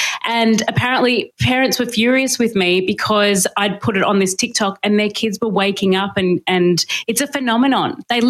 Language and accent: English; Sydney, New South Wales, Australia; also born or lived in Brisbane; I'm from Sydney